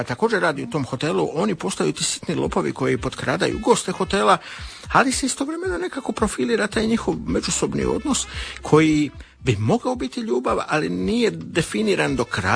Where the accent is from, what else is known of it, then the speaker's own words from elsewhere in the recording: Dalmatia, Croatia; Ja sam iz Dalmacije, vi iz Istre, prema tome poznati su vam zvukovi.